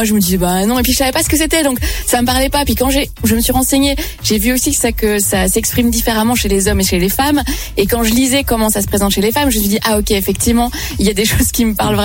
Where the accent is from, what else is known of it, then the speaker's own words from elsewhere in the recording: Belgium; Puis comme moi, je viens de Belgique, c'est un peu les cousins, quoi.